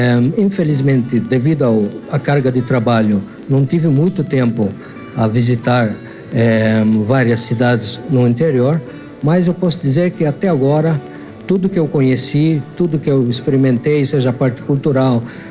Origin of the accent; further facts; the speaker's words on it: Malta; Portuguese is a second language; moved away as an adult; also born or lived in Brasília, Brazil; now in Lisbon, Portugal; eu passei os últimos 4 anos na América do Sul, na Embaixada de Malta, em Brasília